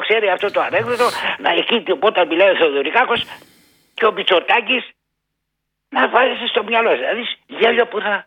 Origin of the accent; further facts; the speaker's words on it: Greece; Εγώ είμαι Έλληνας φορολογούμενος